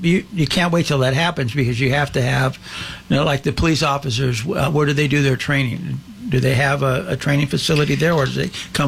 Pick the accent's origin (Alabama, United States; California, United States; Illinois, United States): California, United States; Chatsworth; Growing up in Chatsworth, I mean, when we moved to the San Fernando Valley, I mean, we looked at the West Valley as like, you know, almost like Tarzana.